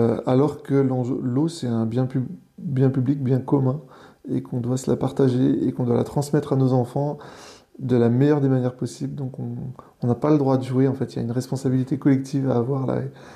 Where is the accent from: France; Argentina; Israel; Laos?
France; Brittany; je suis originaire du Pays de Fougères.